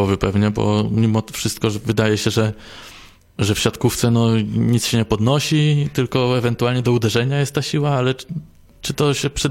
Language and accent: Polish; Pomeranian Voivodeship, Poland; A ja jestem z Kaszub, więc u mnie na Kaszubach to jeszcze 20-30 centymetrów.